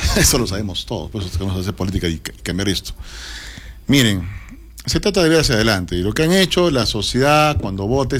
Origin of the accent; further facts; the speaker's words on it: Arequipa, Peru; O no soy arequipeño, pues. ¿De dónde soy, no? ¿Dónde viví? ¿Dónde nací? ¿Dónde me he criado? No se necesita nacer en Arequipa para amar esta tierra.